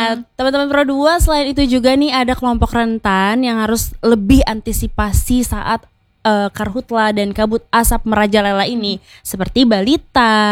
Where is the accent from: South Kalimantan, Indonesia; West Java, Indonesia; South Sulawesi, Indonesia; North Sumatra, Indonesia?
South Kalimantan, Indonesia; Gambut; bahkan tadi aku lihat ya di daerah aku kan dari Gambut Kabupaten Banjar on the way ke Banjarmasin